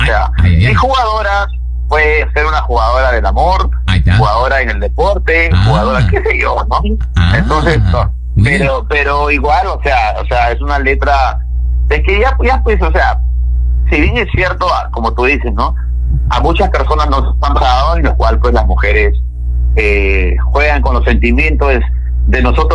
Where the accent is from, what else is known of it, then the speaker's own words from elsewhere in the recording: Chancay, Lima, Peru; born there; la tierra que me vio nacer, que es Chancay.